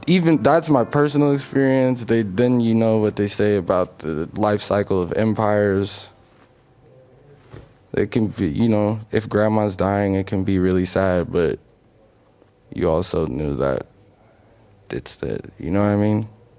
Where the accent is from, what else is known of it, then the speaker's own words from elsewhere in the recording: South Africa; And I'm South African. I was born in 94.